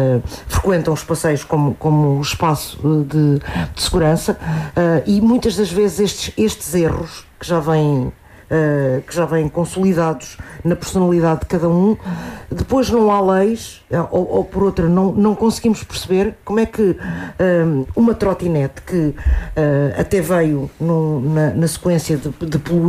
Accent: Portugal; nós sabemos que enquanto portugueses nós gostamos de desafiar os limites

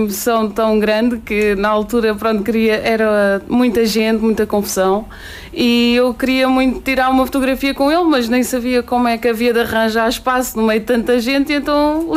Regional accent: Morízia, Centro, Portugal; now in Lisbon, Portugal; Eu sou da Morízia

